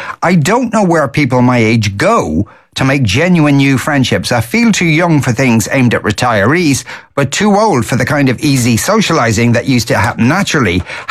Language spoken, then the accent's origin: English; Clondalkin, Leinster, Ireland; I'm a carpenter from Clondalkin. I married an artist from Williamsburg in Brooklyn.